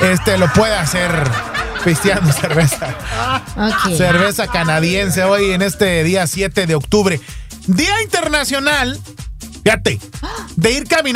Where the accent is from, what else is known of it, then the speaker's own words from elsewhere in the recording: Guasave, Sinaloa, Mexico; yo soy de Estación Capomas, Wasabe, Sinaloa, México, el ombligo del mundo, ¿no?